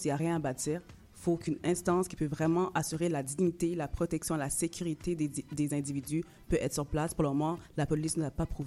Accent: Quebec, Canada; nos enjeux, on est des Québécois ici, deviennent des enjeux de société.

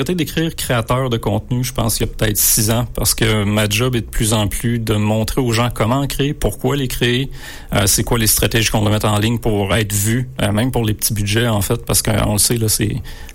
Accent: Quebec, Canada; also born or lived in Rimouski / Sept-Îles / Matane; je suis né à Rimouski, mais je suis resté quelques mois. Après, ça a été Sept-Îles, après Matane, après Québec, après Sainte-Foy dans Québec. Je me promenais un peu partout dans la province, sauf en Gaspésie, étonnamment.

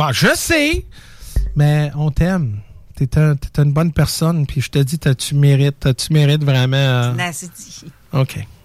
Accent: Montreal, Quebec, Canada; moved away; moi, je viens de Montréal

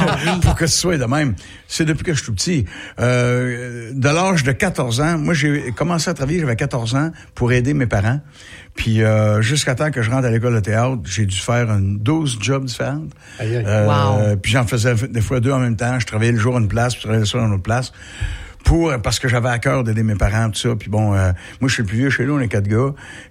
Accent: Lévis, Quebec, Canada; quand j'avais 7 ans à Lévis, parce que moi, je suis natif de Lévis

